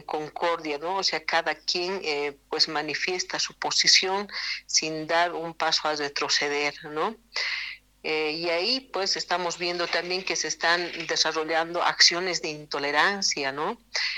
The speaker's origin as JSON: {"language": "Spanish", "country": "Bolivia", "said": "pero como bolivianos."}